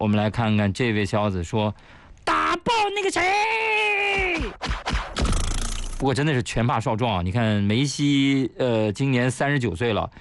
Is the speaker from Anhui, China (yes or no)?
yes; Hefei, Anhui, China; born there; 还好我是一个在合肥居住的山西人啊。大家可以提个醒啊，提个醒，我在合肥出生的啊，其实山西回的很少